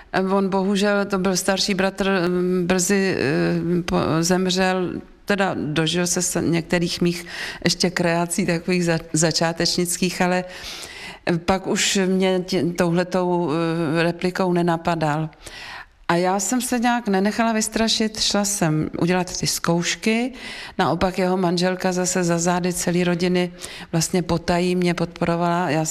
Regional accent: Vysočina Region, Czechia; born there; narodila jsem se už skoro na Českomoravské Vysočině

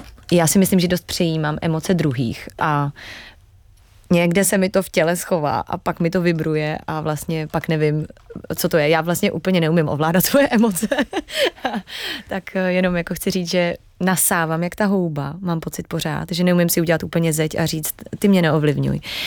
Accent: Cheb, Karlovy Vary Region, Czechia; moved away; já pocházím z Chebu

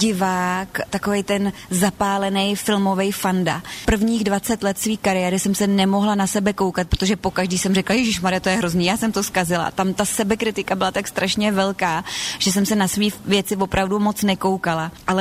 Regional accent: Bohemia, Czechia; A já, jak jsem zvyklá z Čech, že pumpy jsou na každém rohu s prominutím.

